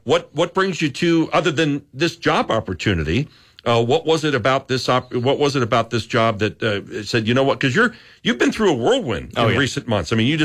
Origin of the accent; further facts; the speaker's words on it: Pennsylvania, United States; Well, just so you know, I grew up back in Pennsylvania, so I'm a Phillies fan.